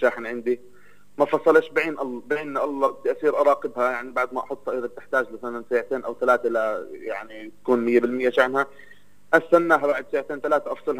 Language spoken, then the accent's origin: Arabic; Palestine; عندنا في فلسطين،